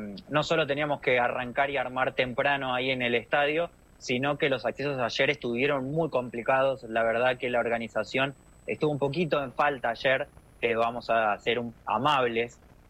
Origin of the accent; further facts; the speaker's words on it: Argentina; somos todos de Argentina.